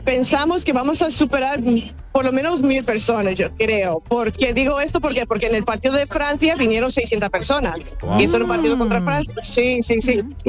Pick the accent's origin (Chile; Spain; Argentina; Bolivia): Spain; que viva España, que yo soy español.